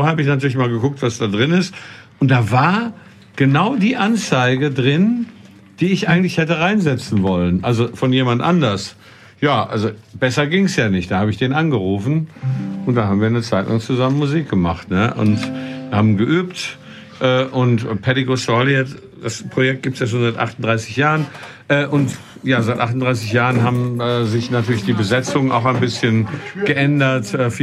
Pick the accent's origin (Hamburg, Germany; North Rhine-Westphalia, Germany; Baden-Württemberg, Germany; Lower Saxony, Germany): North Rhine-Westphalia, Germany; Detmold; moved away as an adult; also born or lived in Frankfurt